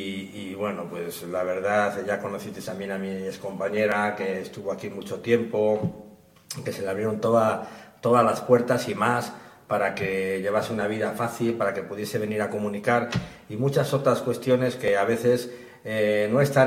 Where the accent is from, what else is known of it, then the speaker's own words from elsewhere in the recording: León, Castile and León, Spain; moved away; also born or lived in Basque Country / Galicia; yo soy de León, nací en León y tengo mis recuerdos en León